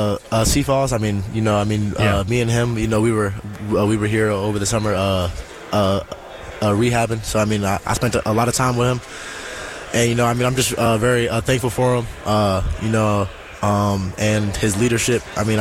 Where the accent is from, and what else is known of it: United States; born there; now in North Carolina, United States